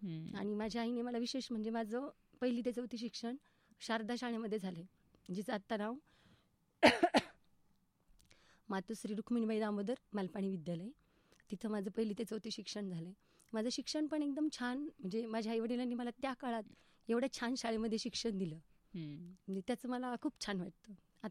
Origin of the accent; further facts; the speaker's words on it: Sangamner, Maharashtra, India; मी मूळची तशी संगमनेरची, माझा जन्म संगमनेरला झाला आहे आणि माझं बालपणही संगमनेरमध्येच गेलं। आणि विशेष म्हणजे माझं आईचं माहेर आणि सासर एकच आहे, त्यामुळे माझं सगळंच संगमनेरमध्ये, म्हणजे संगमनेर सोडून दुसरं काहीच नव्हतं।